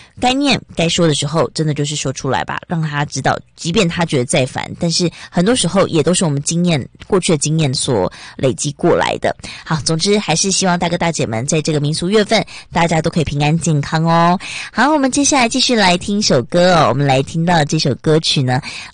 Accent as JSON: {"language": "Chinese", "country": "Taiwan", "said": "我们台湾人其实讲真的，我们不太常穿鞋子进房间哦。"}